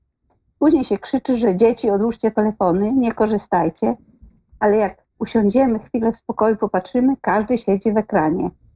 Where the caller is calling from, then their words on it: Łomża, Podlaskie Voivodeship, Poland